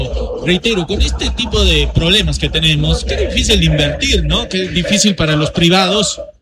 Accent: Bolivia

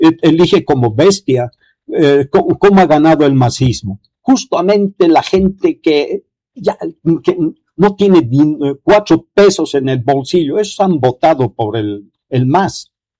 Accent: Bolivia

